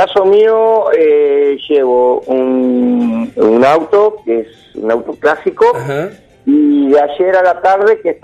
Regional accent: Santa Fe, Argentina; La agrupación originalmente somos todos de Santa Fe, pero tenemos sede en Montevera.

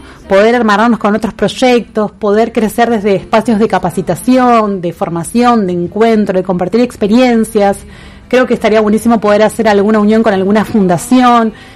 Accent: Argentina; somos del mismo país en este caso, porque yo por ahora estoy viajando por el país

